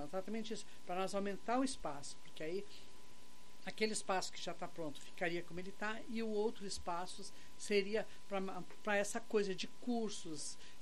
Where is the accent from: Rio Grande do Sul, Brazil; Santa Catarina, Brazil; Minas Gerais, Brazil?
Rio Grande do Sul, Brazil; Pelotas; born there; eu sou pelotense de nascença, passei alguns anos viajando quase todo o país, mas foi idas e voltas, momentos e oriunda de periferia.